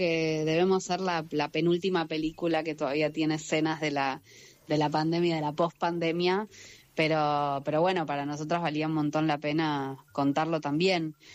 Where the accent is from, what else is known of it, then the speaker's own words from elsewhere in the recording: Buenos Aires, Argentina; yo soy de Flores